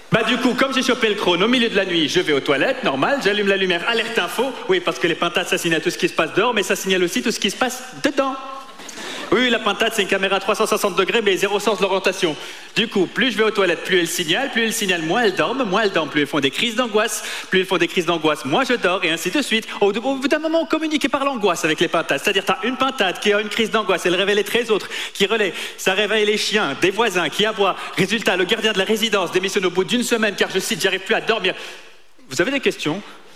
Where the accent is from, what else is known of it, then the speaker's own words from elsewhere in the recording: Tunisia; now in France; moi, je viens de Tunisie, dans une famille d'alcooliques psychotiques, dans un contexte répressif et dictatorial.